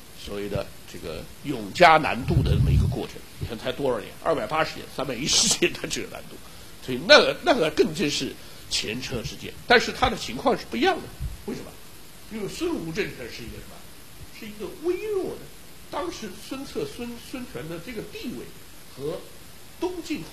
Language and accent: Chinese; China; 我们中国人